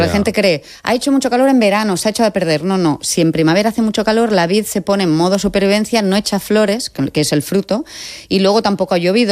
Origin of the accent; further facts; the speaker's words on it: Calatayud, Aragon, Spain; Calatayud, de donde vengo